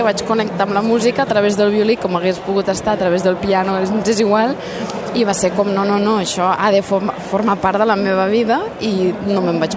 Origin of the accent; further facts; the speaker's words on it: Agramunt, Catalonia, Spain; moved away; Jo soc de Gramunt.